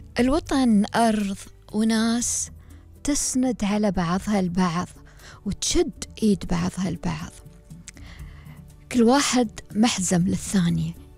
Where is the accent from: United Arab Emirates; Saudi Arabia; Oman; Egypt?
United Arab Emirates